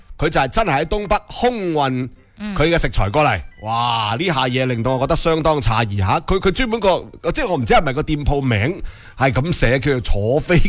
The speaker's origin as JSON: {"language": "Cantonese", "town": "Foshan", "region": "Guangdong", "country": "China", "said": "系对于我哋佛山人嚟讲咧，都系一啲咧新嘅呢、這个。"}